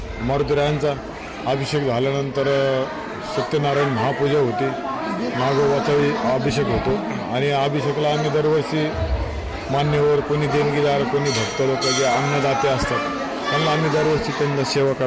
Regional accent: Ahilyanagar, Maharashtra, India; माझं बालपण इथे गेलेले आहे.

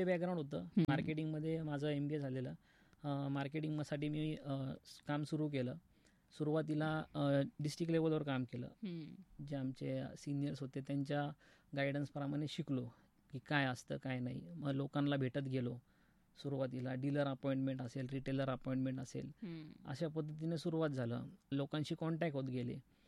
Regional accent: Ahmednagar, Maharashtra, India; माझं बालपण भिंगारमध्ये गेलं मॅडम. भिंगारमध्ये आमचं बालपण गेलं. शिक्षण माझं नगरमध्ये झालं. भाऊसाहेब फिरोदे हायस्कूलमध्ये माझं शिक्षण झालं. आणि सगळा प्रवास माझा इथलाच आहे. म्हणजे बाहेरचं काही बॅकग्राऊंड नाही आमचं.

